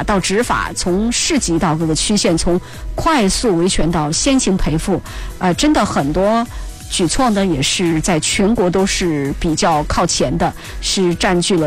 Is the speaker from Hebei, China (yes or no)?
no; Chongqing, China